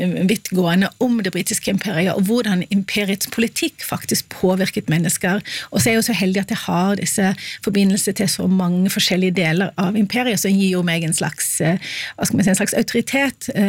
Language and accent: Norwegian; Oslo, Norway; Jeg kan også si at jeg en Oslo-jente på tross av dialekten min.